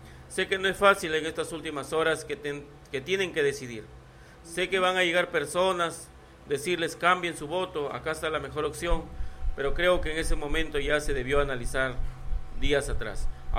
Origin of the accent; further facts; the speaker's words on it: Peru; nuestro Estado peruano, es bastante burocrático.